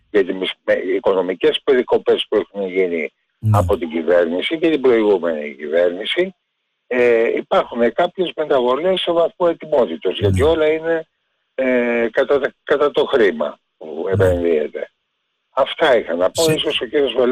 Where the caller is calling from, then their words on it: Piraeus, Attica, Greece; από τον Πειραιά.